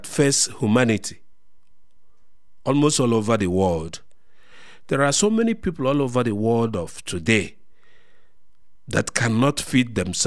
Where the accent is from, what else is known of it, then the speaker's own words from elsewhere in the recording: DR Congo; I was from the Democratic Republic of Congo.